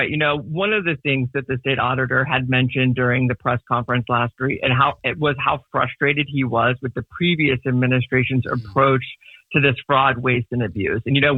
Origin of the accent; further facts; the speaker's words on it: Ohio, United States; I grew up in the Ohio Valley. I grew up about 10 minutes from Steubenville, Ohio, and I'm the son of a steel mill worker.